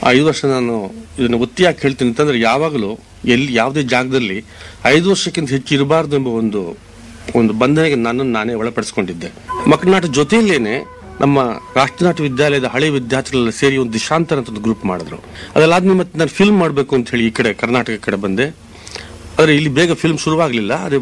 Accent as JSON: {"language": "Kannada", "region": "Karnataka", "country": "India", "tie": "born there", "also_born_or_lived": "Mysore / Varanasi / Delhi", "moved": "yes"}